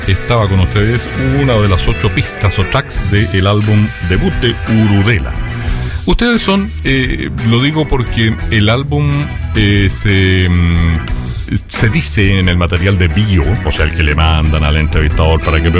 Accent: Valparaíso, Chile; now in Quilpué, Chile; Yo soy porteño, entonces sé de qué estoy hablando. Y ahora yo vivo en Quilpué, la segunda mitad de mi vida, aquí me voy a morir, digamos.

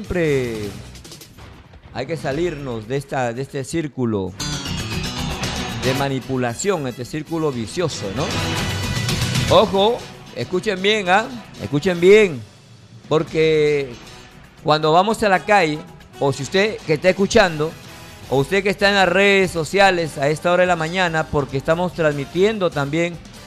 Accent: Peru

